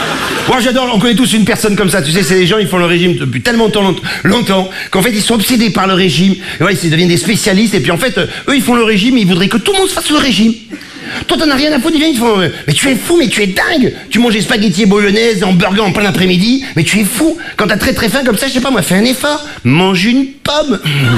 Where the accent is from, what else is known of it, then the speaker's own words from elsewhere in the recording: Marseille, Provence-Alpes-Côte d'Azur, France; now in Paris, France; quand je suis arrivé à Paris, mec de la Rive du Sud, j'étais marseillais